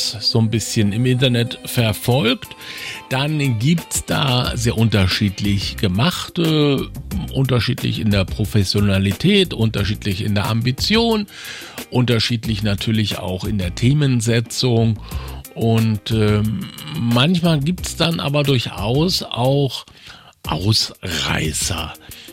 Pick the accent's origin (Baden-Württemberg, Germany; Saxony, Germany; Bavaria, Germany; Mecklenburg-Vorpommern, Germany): Mecklenburg-Vorpommern, Germany; Und ich bin in Mecklenburg aufgewachsen und ich bin auch schon zu DDR-Zeiten in Mecklenburg aufgewachsen und war am Ende der DDR durchaus auch schon volljährig.